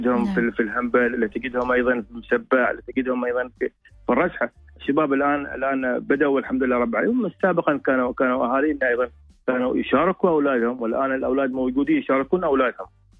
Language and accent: Arabic; Oman